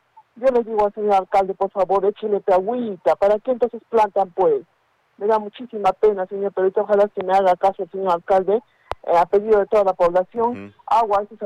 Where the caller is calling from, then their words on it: Paucarpata, Arequipa, Peru; Yo le llamo desde Paucarpata, Miguel Grau.